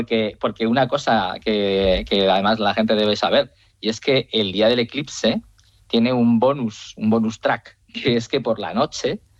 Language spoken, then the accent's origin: Spanish; Turmiel, Castilla-La Mancha, Spain; Bueno, yo en mi pueblo, como te decía antes, en Turmiel, ¿sí? Guadalajara.